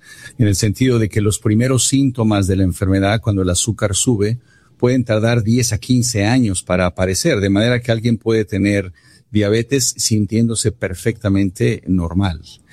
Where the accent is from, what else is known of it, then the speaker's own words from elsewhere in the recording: Mexico; Hugo Sánchez nació en el barrio donde yo crecí en México